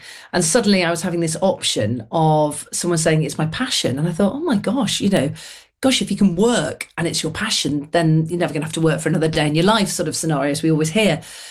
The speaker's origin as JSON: {"language": "English", "town": "Manchester", "region": "North West England", "country": "United Kingdom", "tie": "born or raised there", "said": "So growing up in Manchester in the 1970s, basically the Air Cadets, which is a fantastic youth organisation, still running today, they opened their doors to girls and I joined."}